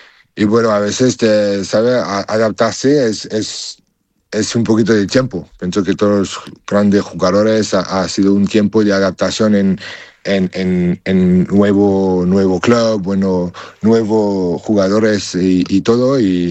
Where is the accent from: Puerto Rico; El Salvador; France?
France; amigos, pero soy francés.